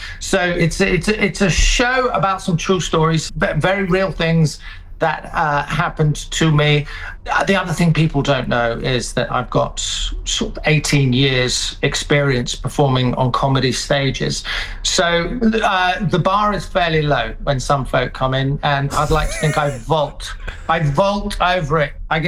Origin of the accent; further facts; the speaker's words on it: United Kingdom; as British people